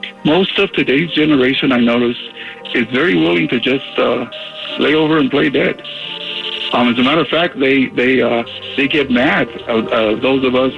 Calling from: El Paso, Texas, United States

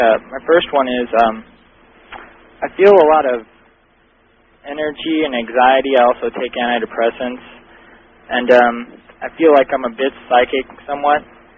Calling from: Columbia, Missouri, United States; I'm from Columbia, Missouri. I'm 21 years old

